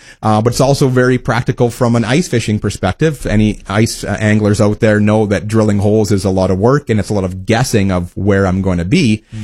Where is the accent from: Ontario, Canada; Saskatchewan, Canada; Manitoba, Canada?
Saskatchewan, Canada; Wawota; born or raised there